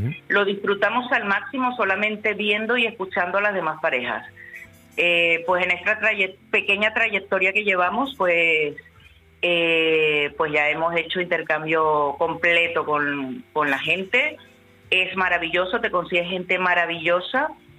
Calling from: Castellón, Valencian Community, Spain; De Castellón.

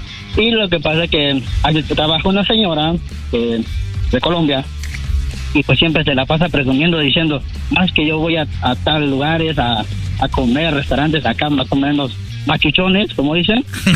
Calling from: Salt Lake City, Utah, United States; Hablo de acá de Salt Lake City, Utah.

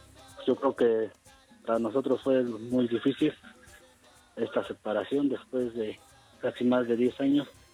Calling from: Lerma, State of Mexico, Mexico; Te hablas de acá, de San Mateo Trasquillo, Lerma.

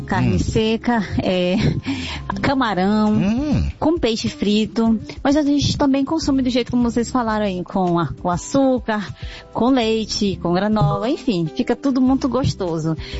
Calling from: São Luís, Maranhão, Brazil; família em São Luís, Maranhão.

